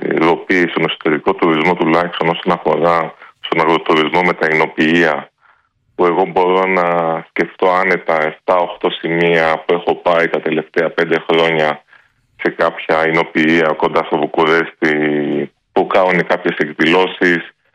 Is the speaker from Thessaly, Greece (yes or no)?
no; Katerini, Central Macedonia, Greece; now in Romania; εγώ αυτή τη στιγμή βρίσκομαι στην Κατερίνη, όπου και κατάγομαι.